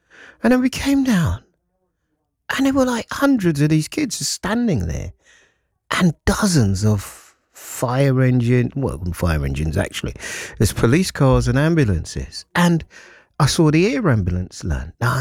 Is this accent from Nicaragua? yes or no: no; London, United Kingdom; right opposite where I was brought up on the Kingsmead Estate.